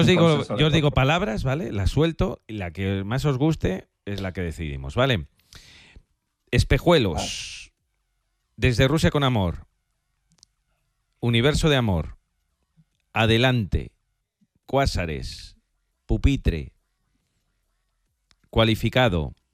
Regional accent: Cuenca, Castilla-La Mancha, Spain; Perdona que soy de Cuenca y los chistes malos

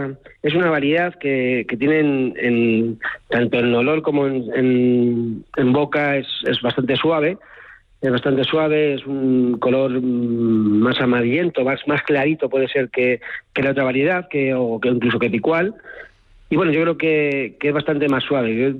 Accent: Alcázar de San Juan, Castilla-La Mancha, Spain; nosotros somos, el origen somos la Alcázar de San Juan, la familia, la finca también está en el término de Alcázar de San Juan

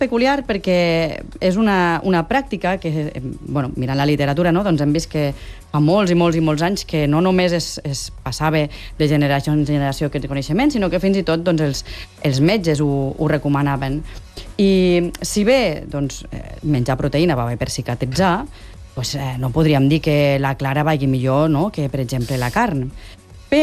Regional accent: Lleida, Catalonia, Spain; No, jo no, jo sóc de Lleida Capital.

